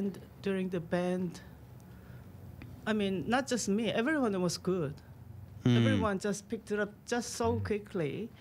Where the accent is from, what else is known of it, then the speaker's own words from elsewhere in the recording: Daegu, South Korea; now in Australia; The primary school I attended in Daegu, in my home country.